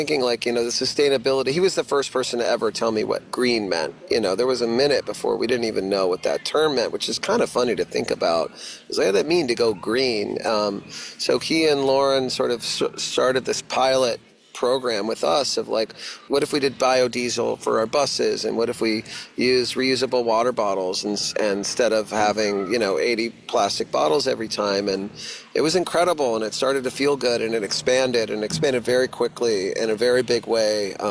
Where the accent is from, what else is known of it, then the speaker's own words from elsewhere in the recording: Texas, United States; now in Vermont, United States; Well, I'm actually from Texas, and we didn't have